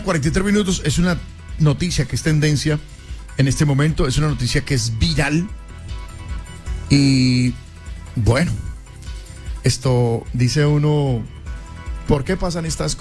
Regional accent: Colombia; que sea lo mejor para nosotros como colombianos.

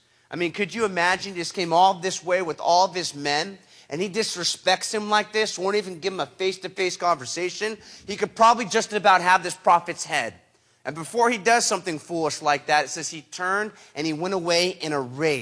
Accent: Huntington Beach, California, United States; And I think we stashed the other one in my dad's garage in my hometown. So I get stitched up by the dock in Coronado, San Diego, and I go, I'm going to go back and go drink that other keg of beer. So I make my way back to Huntington.

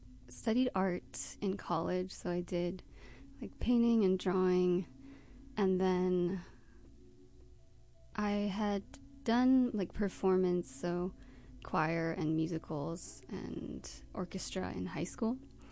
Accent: Ellensburg, Washington, United States; born there; Well, actually, I was born in Ellensburg, Washington.

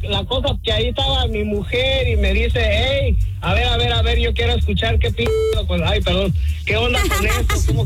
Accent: Michoacán, Mexico; Ya desde mi tierra natal, Michoacán, vale.

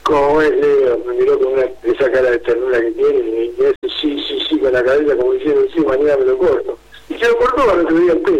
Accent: Argentina; Yo soy argentino, soy argentino también. Lo que pasa es que me toca estar de este lado del mostrador.

